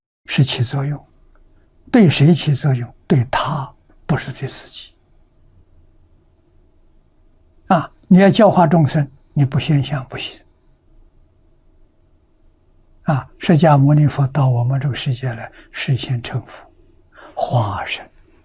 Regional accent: China

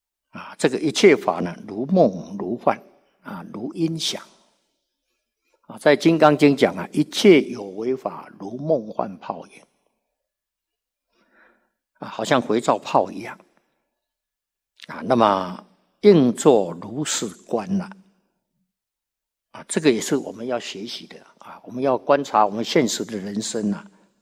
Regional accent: China; 我们中国人呐、啊，读了都不懂，你再去翻译给外国人

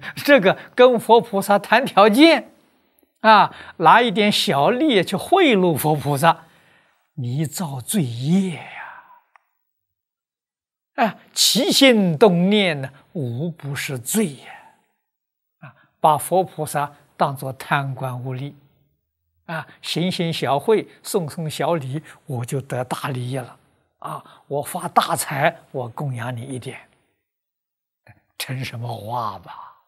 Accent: China; 我们中国人

